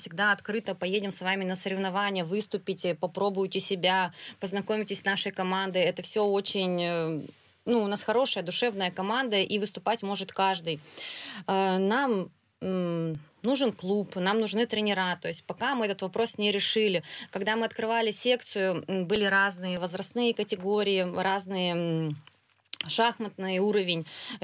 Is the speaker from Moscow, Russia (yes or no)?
no; Chelyabinsk, Chelyabinsk Oblast, Russia; now in Yekaterinburg, Russia; я сама родом с Челябинска